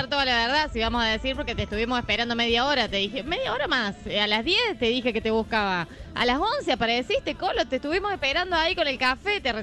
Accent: Argentina

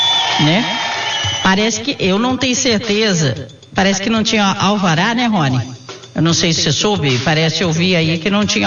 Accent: Brazil; a gente é brasileiro

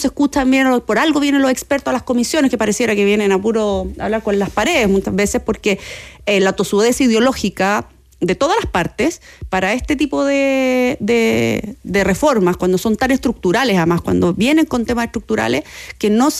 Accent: Chile; nosotros sí que tenemos experiencia como chilenos

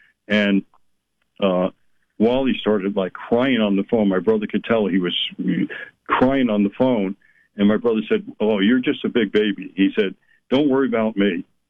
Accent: New York, United States; I grew up on Long Island

